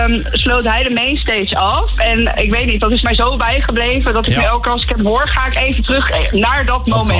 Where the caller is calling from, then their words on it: Oegstgeest, South Holland, Netherlands; Ik kom uit Oostgeest.